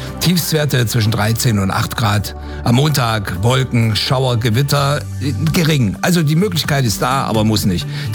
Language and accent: German; Gotha, Thuringia, Germany; Also in Gotha jedenfalls, Gotthardusfest. Ich komme aus der Stadt.